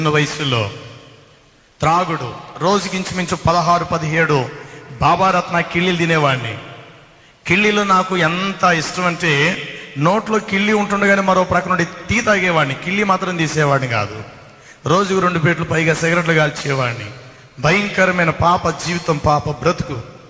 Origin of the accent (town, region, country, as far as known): Rajahmundry, Andhra Pradesh, India; born or raised there